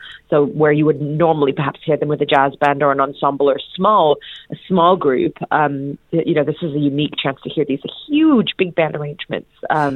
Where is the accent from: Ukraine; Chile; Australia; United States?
Australia; Melbourne, Victoria; moved away; wonderful to be back in my hometown of Melbourne.